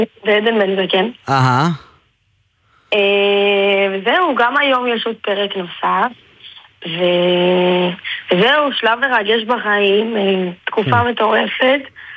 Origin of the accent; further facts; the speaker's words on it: Pardesiya, Central District, Israel; פרדסיה זה המקום שנולדנו בו, גדלנו בו. אבא שלי נולד וגדל פה. כאן גדלנו. אנחנו עדיין כאן גרים.